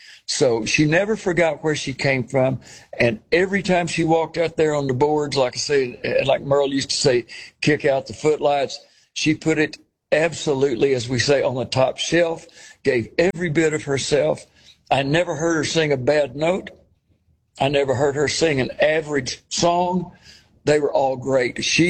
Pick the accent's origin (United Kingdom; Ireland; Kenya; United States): Ireland; Well, she was, I'm Irish too. … on our mother's side.